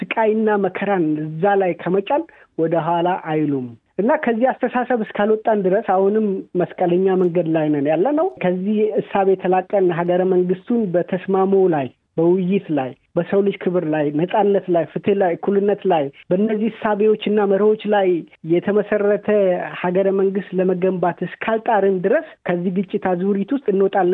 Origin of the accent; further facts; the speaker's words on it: Gambella border area, Ethiopia; እኔ ያደኩበት አካባቢ ኢግላቴሪያል የሆነ ሶሳይቲ ያለ ጋምቤላ ቦርደር ላይ ያሉ ሰዎች